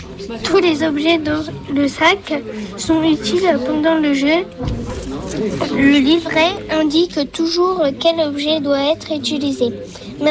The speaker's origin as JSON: {"language": "French", "town": "Chaulnes-sur-Moselle", "region": "Grand Est", "country": "France", "said": "on vient de Chaulnes-sur-Moselle."}